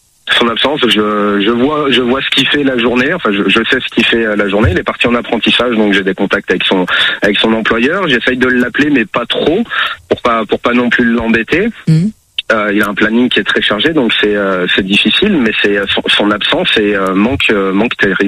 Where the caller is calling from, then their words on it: Clermont-Ferrand, Auvergne-Rhône-Alpes, France; Alors moi je suis à Clermont-Ferrand